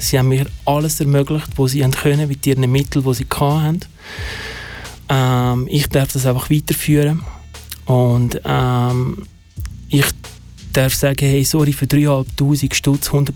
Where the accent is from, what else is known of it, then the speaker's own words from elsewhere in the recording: Switzerland; born there; German is a second language; als ich in die Schweiz gekommen bin, habe ich kein Wort Deutsch können. Ich war 7 und musste in Deutschunterricht gehen.